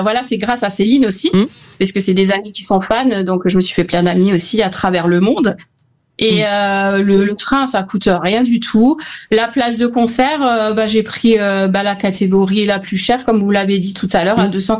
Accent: Grand Est, France; now in Var, France; Alors moi, je suis d'origine d'Alsace et depuis 5 ans, j'habite dans le Var.

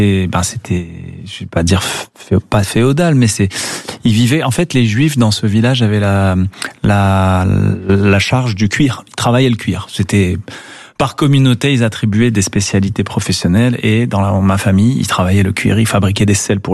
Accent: Casablanca, Casablanca-Settat, Morocco; moved away; on a grandi au Maroc, on parlait le français à la maison, on parlait l'arabe dans la rue et avec nos grands-parents qui parlaient pas français.

